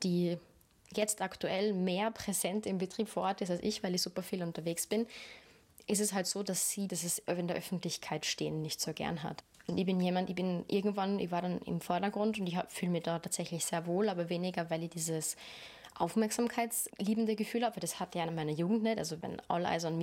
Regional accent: Kufstein, Tyrol, Austria; born or raised there

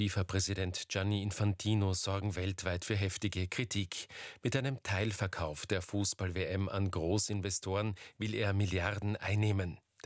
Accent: Austria; Zum Thema Trockenheit und Waldbrandgefahr bei uns in Österreich

